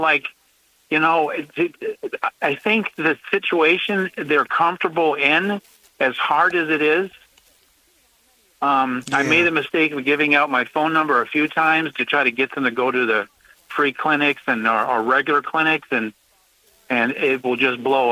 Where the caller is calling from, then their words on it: Florence, South Carolina, United States; I'm calling from Florence, South Carolina